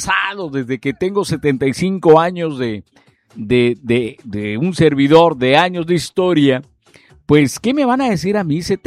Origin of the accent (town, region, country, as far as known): Mexico